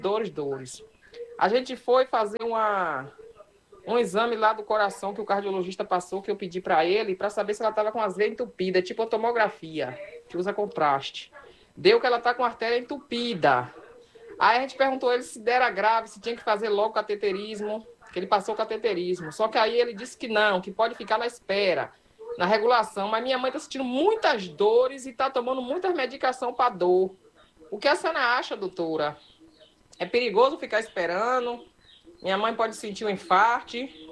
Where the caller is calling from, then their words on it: Conceição da Feira, Bahia, Brazil; sou daqui de Conceição de Feira